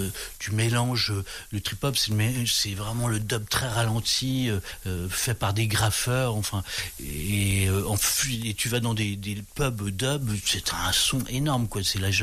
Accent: Brittany, France; je suis hyper bien en Bretagne, je suis breton à mort

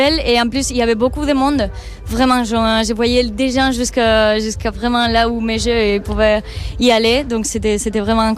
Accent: Spain; moved away as an adult; now in Brussels, Belgium; je suis espagnole, mais je suis passée à Bruxelles

